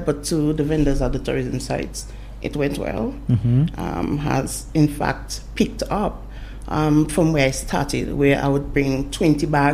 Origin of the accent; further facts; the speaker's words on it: Bellevue Chopin, Dominica; I am from Belleville Chopin. Originally? Originally, born and raised.